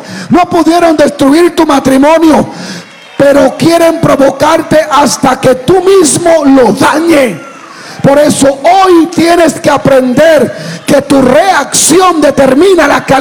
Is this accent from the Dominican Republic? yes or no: yes; Dominican Republic; also born or lived in Santo Domingo; now in United States; cuando vivía en Santo Domingo